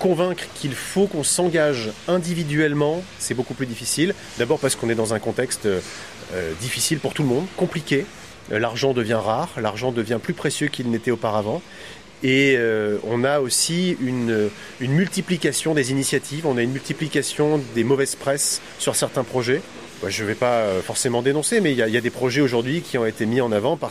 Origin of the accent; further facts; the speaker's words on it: Cherbourg, Normandy, France; moved away as an adult; now in Menton, France; Oui, j'ai grandi à Cherbourg où j'ai passé les 18 premières années de ma vie et ma famille avait un chantier naval là-bas.